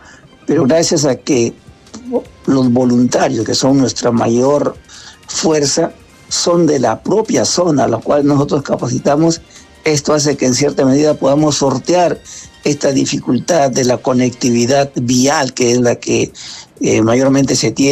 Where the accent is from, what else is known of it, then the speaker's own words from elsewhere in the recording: Peru; A nosotros como peruanos nos queda hacer la nuestra